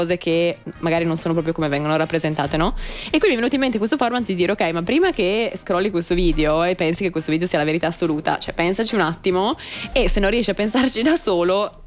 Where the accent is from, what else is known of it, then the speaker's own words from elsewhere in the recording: Asti, Piedmont, Italy; moved away as an adult; now in Milan, Italy; io in realtà sono originaria di Asti